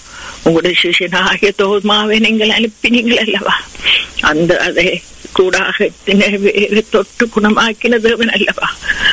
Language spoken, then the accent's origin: Tamil; Sri Lanka; moved away; நாங்க பிறந்து வளர்ந்த தேசமாகிய இலங்கை தேசத்துக்காக, அந்த அழகிய தீவுக்காக